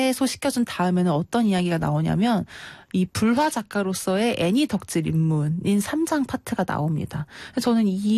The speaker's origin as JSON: {"language": "Korean", "region": "South Chungcheong", "country": "South Korea", "tie": "born or raised there", "said": "제 본가가 충청남도에"}